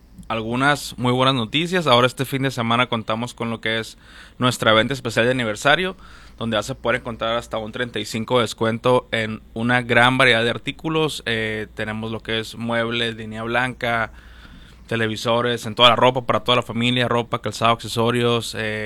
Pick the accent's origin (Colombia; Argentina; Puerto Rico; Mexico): Mexico; como buenos mexicanos, es de que voy mañana